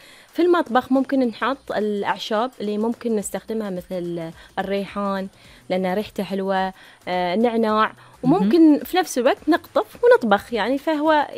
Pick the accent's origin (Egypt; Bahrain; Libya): Bahrain; احنا عندنا في البحرين